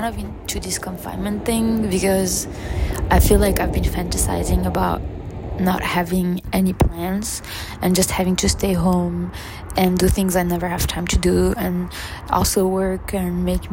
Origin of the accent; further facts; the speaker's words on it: Morocco; Je ne crois pas aux fantômes, mais je suis marocaine, donc je crois aux esprits.